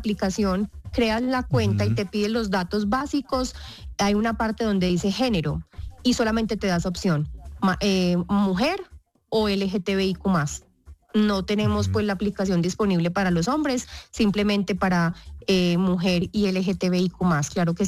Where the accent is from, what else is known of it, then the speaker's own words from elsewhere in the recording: Medellín, Antioquia, Colombia; Yo soy de Medellín, pero al empezar el recorrido por los diferentes municipios de Antioquia, empezamos en La Ceja.